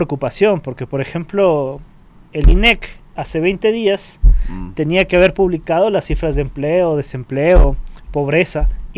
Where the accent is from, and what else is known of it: Ecuador